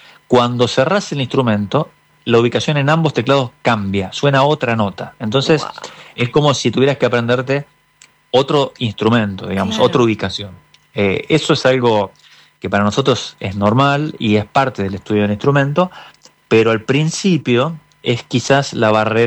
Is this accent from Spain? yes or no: no; Río Tercero, Córdoba, Argentina; born there; en la ciudad donde yo nací, que es Río Tercero, en la provincia de Córdoba, es una ciudad, pero es pequeña